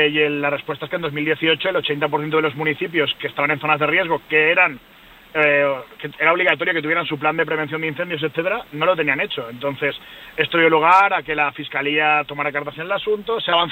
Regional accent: Valencia, Valencian Community, Spain; yo, por ejemplo, soy de Valencia y en mi tierra hay muy poquitas empresas que se dediquen a obra forestal

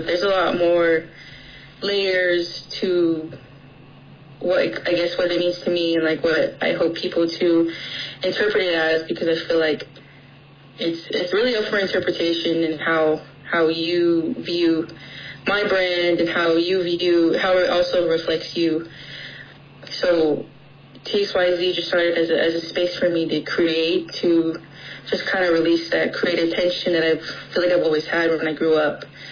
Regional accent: Second Mesa, Arizona, United States; I am Hopi and Navajo. I'm from Second Mesa, from Sapolivi, and just happy to be here.

